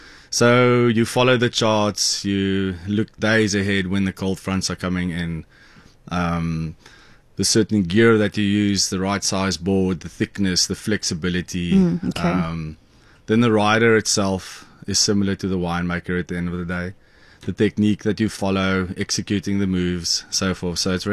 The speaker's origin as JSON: {"language": "English", "region": "Western Cape", "country": "South Africa", "tie": "born or raised there", "moved": "yes", "said": "My father's father was an apple farmer in Elgin, and my mom's parents were grape growers in Botlaray, which is a small ward just off Stellenbosch towards Cape Town. So, you know, me growing up in a wine farm"}